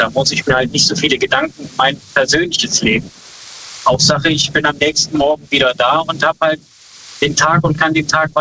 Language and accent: German; Brüggen, North Rhine-Westphalia, Germany; Ich komme eigentlich aus Brüggen, bin aber quasi unterwegs als Berufskraftfahrer.